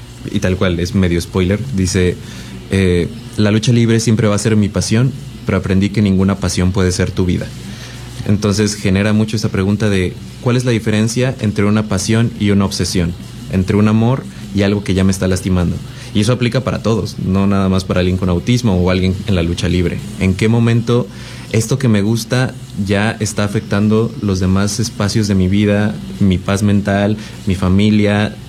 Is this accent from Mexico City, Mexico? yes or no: yes; Mexico City, Mexico; somos dos veinteañeros chilangos